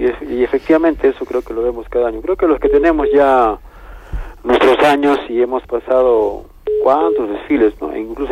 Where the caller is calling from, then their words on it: Peru; soy peruano